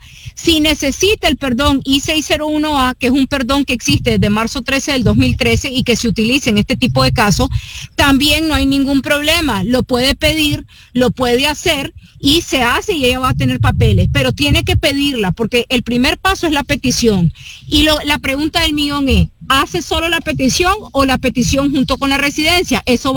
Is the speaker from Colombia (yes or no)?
no; Nicaragua; como decimos los NICA